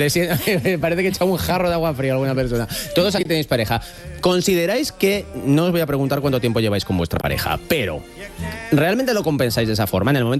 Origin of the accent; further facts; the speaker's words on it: Basque Country, Spain; Y yo soy vasco.